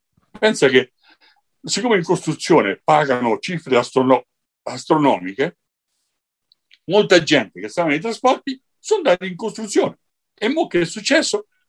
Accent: Chile; Italian is a second language; sì, certo, è un mio paese

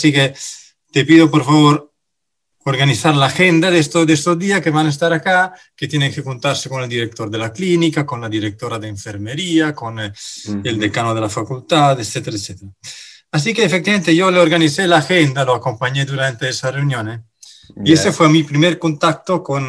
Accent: Verona, Veneto, Italy; Spanish is a second language; moved away as an adult; now in Chile; Yo soy italiano, full, 100%. Nací en Italia, crecí en Italia y llegué a Chile hace 6 años, así que poquitos. Y claro, nací en Verona, la ciudad de mi familia. Después, en realidad, me moví alrededor de Italia por el trabajo de mi papá.

